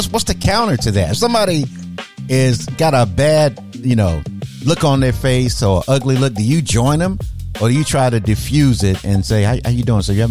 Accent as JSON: {"language": "English", "region": "the South", "country": "United States", "said": "I'm from the South, and people speak to you. They're more kind and more generous."}